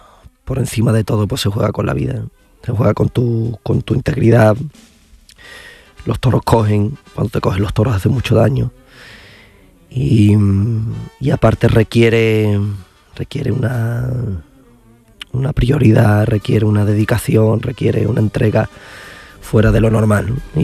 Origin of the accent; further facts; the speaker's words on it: Seville, Andalusia, Spain; born there; tanto mi hermana como yo nacimos allí en Triana y en la calle San Jacinto, la clínica de la Cruz Roja.